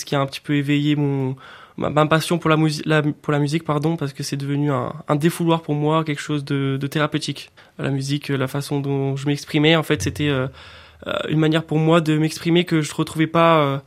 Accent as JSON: {"language": "French", "town": "Ajaccio", "region": "Corsica", "country": "France", "tie": "born or raised there", "also_born_or_lived": "Moca-Croce", "said": "j'ai grandi, j'étais à Ajaccio, aussi au village à Moca Croce."}